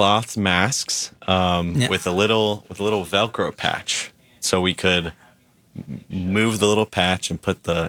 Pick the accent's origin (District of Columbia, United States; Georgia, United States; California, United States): Georgia, United States; moved away; I'm from Georgia.